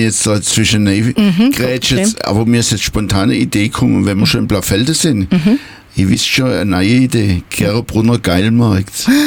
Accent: Baden-Württemberg, Germany; accent: Hohenlohisch

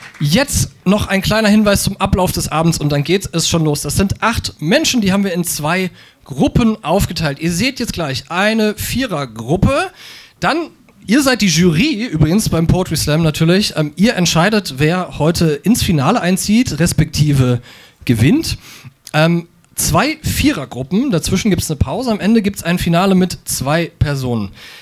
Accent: Southern Germany, Germany; als Süddeutscher

